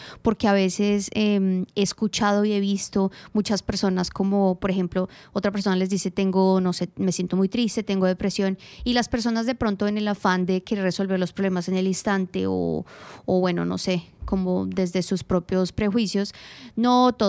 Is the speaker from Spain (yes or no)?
no; Colombia; moved away as an adult; now in Australia; Hablo de Colombia, hablo de mi experiencia.